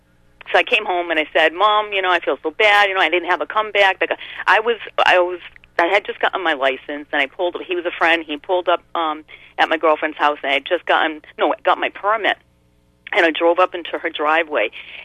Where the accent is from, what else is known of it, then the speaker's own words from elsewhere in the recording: Webster, Massachusetts, United States; And it was on the news the next day, because I'm from Webster. WSO was in Southbridge, and it was on the radio the next day.